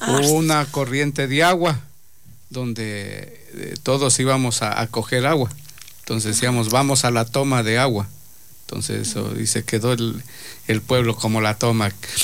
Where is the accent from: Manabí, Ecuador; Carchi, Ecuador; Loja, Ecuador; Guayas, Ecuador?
Loja, Ecuador; Catamayo; born there; este bonito cantón de la provincia de Loja, como es el cantón Catamayo, del cual también tengo muchísimos recuerdos, que nosotros, bueno, en la niñez le decíamos la toma.